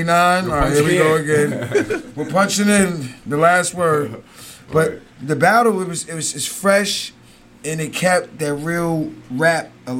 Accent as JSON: {"language": "English", "region": "Alabama", "country": "United States", "said": "Because I'm from Alabama. My whole family's from Alabama. So I love the South."}